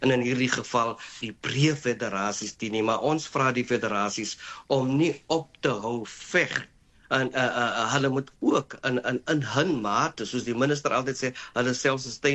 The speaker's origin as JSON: {"language": "Afrikaans", "area": "North West Province", "region": "North West", "country": "South Africa", "said": "ek is van Noordwes provinsie."}